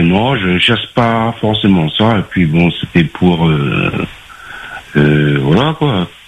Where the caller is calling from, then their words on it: Paris, Île-de-France, France; j'habite à Paris, et là, je suis en vacances à La Réunion.